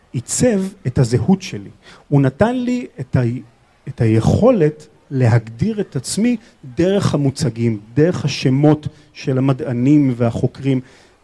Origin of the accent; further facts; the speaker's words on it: Haifa, Haifa District, Israel; כמי שגדל בחיפה